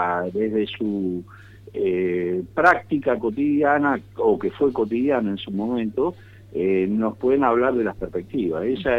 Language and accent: Spanish; Santa Fe, Argentina; que tenemos que hacer como santafesinos y como argentinos